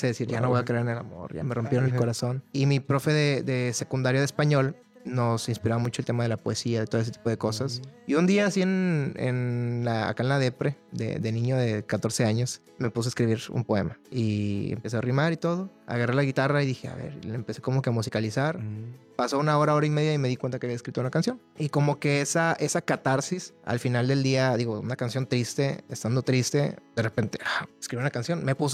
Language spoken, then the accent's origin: Spanish; Guadalupe, Nuevo León, Mexico; Del municipio de Guadalupe. Criado, nacido ahí.